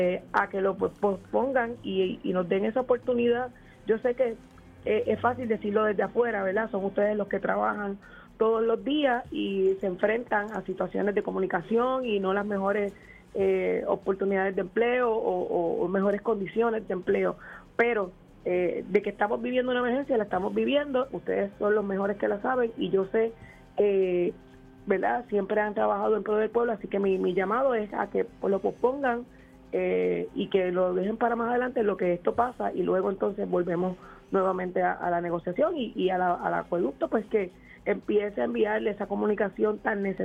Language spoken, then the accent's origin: Spanish; Carolina, Puerto Rico; born there; Yo he vivido racionamientos desde que tengo memoria, ¿verdad? Porque soy de Carolina, así que donde quiera que he vivido me suple lo que es Carraízo.